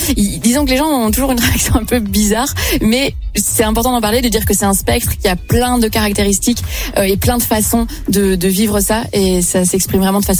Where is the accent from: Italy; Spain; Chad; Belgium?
Belgium; Puis comme moi, je viens de Belgique, c'est un peu les cousins, quoi.